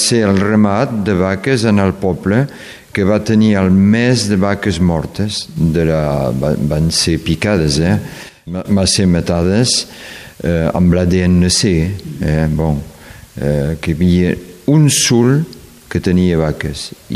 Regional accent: Occitania, France; Bueno, aquí som país català, Som Conflent en país català i hem posat una bandera.

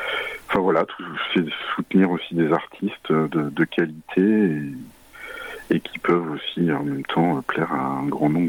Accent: Occitanie, France; chez nous en Lozère et sur le Mont Lozère.

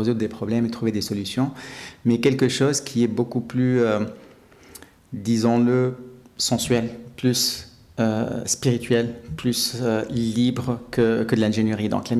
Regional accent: Canada; je suis Canadien d'origine tunisienne.

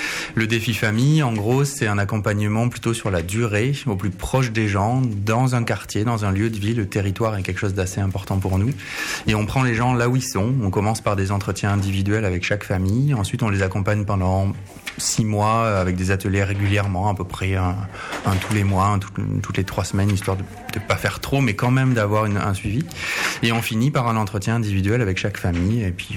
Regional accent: Landes, Nouvelle-Aquitaine, France; moved away as an adult; also born or lived in Albi; now in Toulouse area, France; j'ai 45 ans cette année, j'ai deux enfants, j'ai grandi dans les Landes et je suis arrivé dans la région toulousaine après mes études sur Albi autour des années 2000.

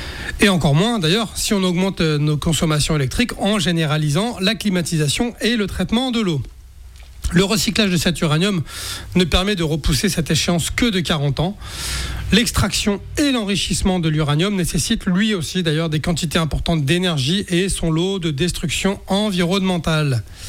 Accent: France; Alors évidemment, vu de chez nous en France

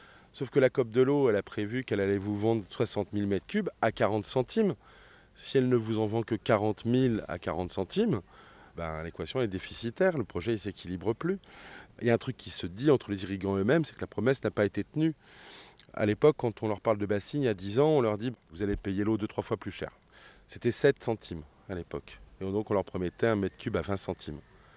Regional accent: Beauvais, Hauts-de-France, France; born there; Je suis né à Beauvais

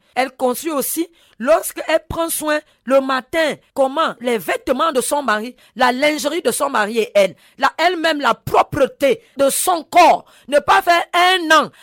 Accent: Gabon; les gens venaient et pensaient que j'ai commandé les choses chez moi au Gabon

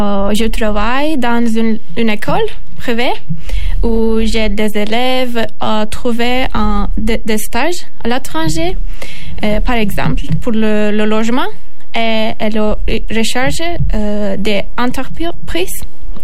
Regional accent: Turkey; French is a second language; now in Nîmes, France; je viens de Turquie et je suis actuellement en France

